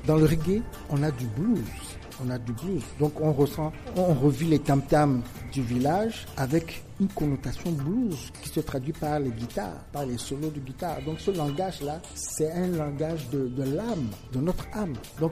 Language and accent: French; Togo; Tout d'abord, en tant que Togolais, en tant qu'Africain, dans le reggae, je retrouve une racine africaine indéniable.